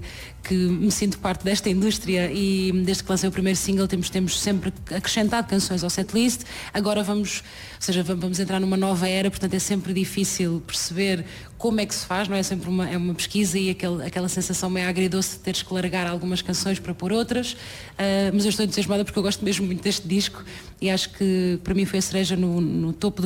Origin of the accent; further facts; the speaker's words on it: Centro, Portugal; da zona onde eu nasci, onde cresci, ali a zona da beira litoral, ou seja, Pombal, Figueira da Foz, aquela zona por ali